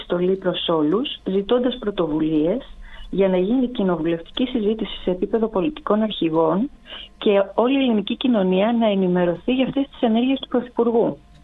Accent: Piraeus, Attica, Greece; now in Volos, Greece; εγώ είμαι από τον Πειραιά και οι σχέσεις μου δεν έχουν σταματήσει με την περιοχή μου

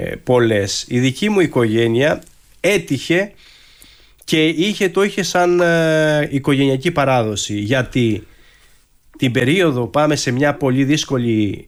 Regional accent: Kalamia, West Greece, Greece; Ξεκινούσαμε από τον Καλαμιά που είναι το χωριό μου με τα γαϊδουράκια και κάναμε 3 και 4 ώρες πορεία στο βουνό για να φτάσουμε στο Χελμό και να μαζέψουμε μανιτάρια.

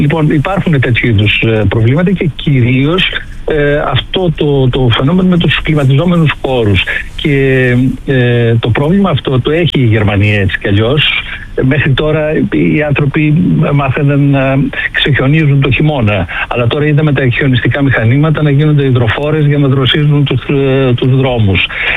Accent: Greece; now in Germany; εμείς ως Έλληνες

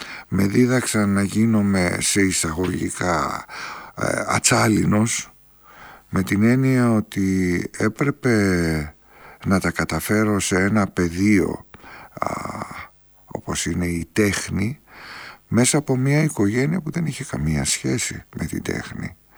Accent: Piraeus, Attica, Greece; Μεγάλωσα, έζησα στον Πειραιά, σε μια γειτονιά του Πειραιά, πολύ συγκεκριμένη γειτονιά, με συγκεκριμένα χαρακτηριστικά, στην Παλιά Κοκκινιά.

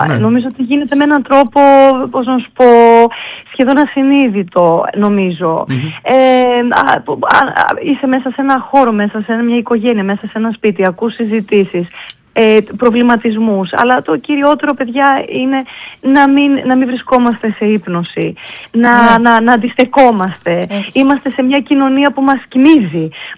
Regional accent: Crete, Greece; moved away; ήταν Κομόπολη το μέρος που μεγάλωσα στην Κρήτη.

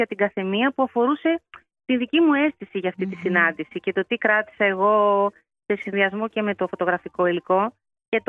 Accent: Greece; now in Athens, Greece; λέω θα την κάνω στο χωριό μου. Και να σου πω ότι φλερτάρω και πολύ με την ιδέα του να πλησιάσω πιο κοντά, θα σταθώ, να φύγω από την Αθήνα που είναι η βάση μου.

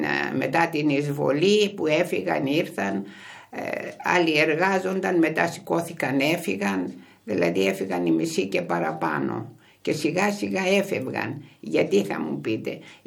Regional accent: Cyprus; moved away as an adult; now in Kozani, Greece; Η Κύπρος είναι η πατρίδα μου. Η Κοζάνη είναι η πατρίδα των παιδιών μου.

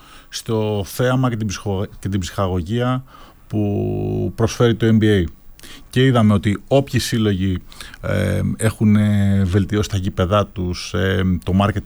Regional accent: Greece; και εμάς σαν Έλληνες μας αρέσει να κυνηγάμε το American Dream.

